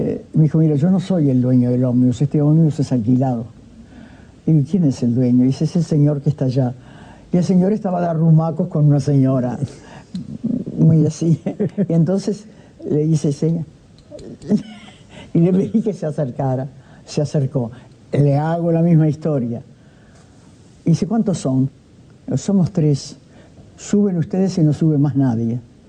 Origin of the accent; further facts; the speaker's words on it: Uruguay; somos uruguayos y salimos de Ezeiza, somos periodistas